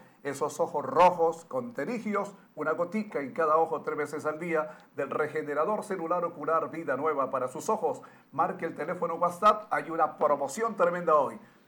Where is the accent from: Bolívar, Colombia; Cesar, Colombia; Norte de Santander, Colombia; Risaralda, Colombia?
Norte de Santander, Colombia; Durania; en mi pueblo, en Durania.